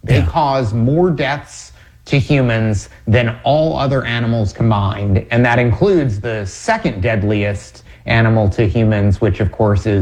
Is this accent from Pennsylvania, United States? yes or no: no; California, United States; now in Charleston, South Carolina, United States; Originally from California, but yeah. I'm in sunny Charleston, South Carolina.